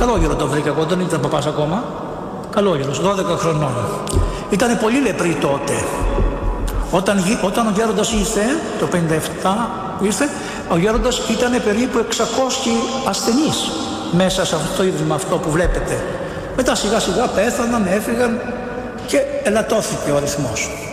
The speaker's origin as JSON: {"language": "Greek", "country": "Greece", "tie": "born or raised there", "also_born_or_lived": "Athens", "said": "Οι γονείς μου φύγανε από το χωριό μου και ήρθανε στην Αθήνα για καλύτερες σπουδές των παιδιών τους."}